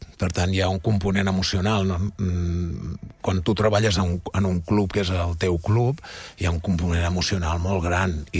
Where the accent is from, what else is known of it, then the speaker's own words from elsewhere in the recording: Mataró, Catalonia, Spain; nosaltres som de Mataró